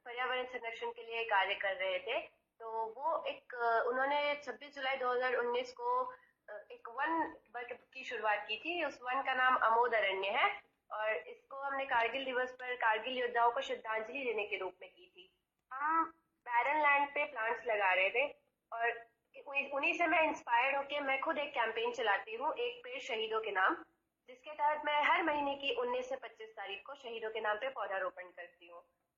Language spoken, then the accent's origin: Hindi; Kanpur, Uttar Pradesh, India; now in Bacheli, India; और मैं यूपी से बिलोंग करती हूँ, कानपुर से हूँ मैं। बट हम यहाँ शिफ्ट गए थे दंतेवाड़ा बचेली में